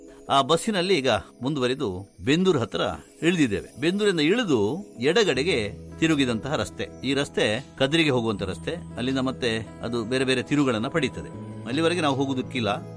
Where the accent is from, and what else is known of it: Mangalore, Karnataka, India